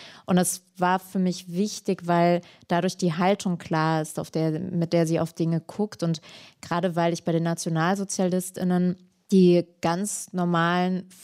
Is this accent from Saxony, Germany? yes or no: no; Hermeskeil, Rhineland-Palatinate, Germany; born there; Und das hatte ich eben mit meinem Geburtsort, dass ich gemerkt habe, ich habe sozusagen die Taten selbst geschützt, indem ich auf das Schweigen reingefallen bin, das dort herrschte.